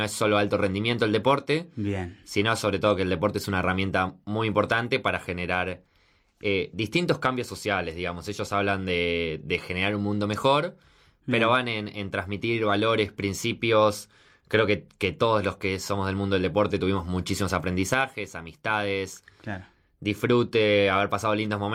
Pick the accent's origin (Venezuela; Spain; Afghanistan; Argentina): Argentina; Buenos Aires; Soy de Capital Federal, de toda la vida porteño.